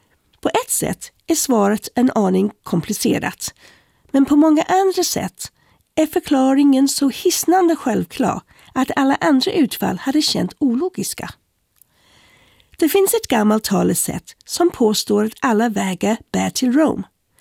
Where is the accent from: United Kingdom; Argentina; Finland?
United Kingdom; North West England; moved away as an adult; now in Stockholm, Sweden; från stan till en by på landet. Där växte jag upp, som stolt britt mitt emellan Manchester och Liverpool med släktingar i bägge städerna och hela 4 av Englands mest kända fotbollslag inom en halvtimmes bilfärd.